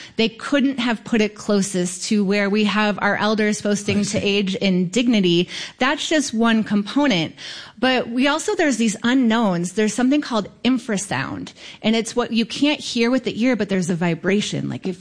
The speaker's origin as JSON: {"language": "English", "region": "New York", "country": "United States", "tie": "born or raised there", "said": "I grew up in Western New York. My mom lived in Buffalo, and my dad lived off the land down towards the Pennsylvania border."}